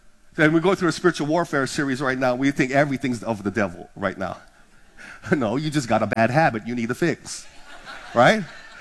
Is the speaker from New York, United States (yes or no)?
no; Hawaii, United States; I'm from the Big Island. I've been to Mauna Kea.